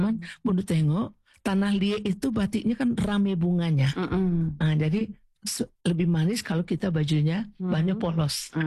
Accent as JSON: {"language": "Indonesian", "region": "West Sumatra", "country": "Indonesia", "said": "Kalau kita Minang nggak paka"}